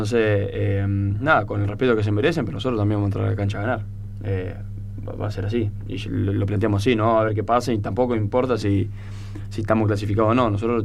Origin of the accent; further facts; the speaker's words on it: Entre Ríos, Argentina; now in Rosario, Argentina; Porque yo soy de Entre Ríos y juego acá en Rosario.